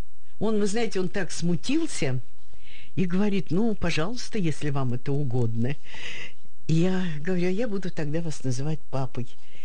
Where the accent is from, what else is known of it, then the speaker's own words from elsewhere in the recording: Vnukovo, Moscow, Russia; потому что я росла в лесу, во Внуково. Я там, знаете, знала каждую травинку. Я убегала все время в лес.